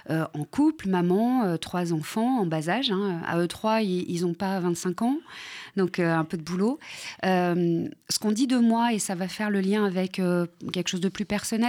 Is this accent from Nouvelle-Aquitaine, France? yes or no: no; Nevers, Bourgogne-Franche-Comté, France; moved away as an adult; also born or lived in Clermont-Ferrand / Dijon; je suis originaire de la Nièvre. Mon enfance, elle a été crantée par des territoires ruraux, dans un département rural, avec des figures politiques très importantes dans ce département, François Mitterrand, Pierre Bérégovoy. J'ai fait ma scolarité à Nevers.